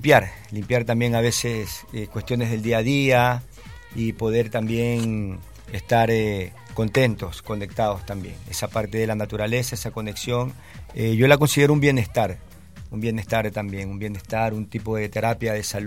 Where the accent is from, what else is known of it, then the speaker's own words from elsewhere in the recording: Ecuador; now in Concón, Chile; soy ecuatoriano, vivo acá en Chile hace 12 años. Me integré mucho con el sector costero, soy de una ciudad de la costa de Ecuador.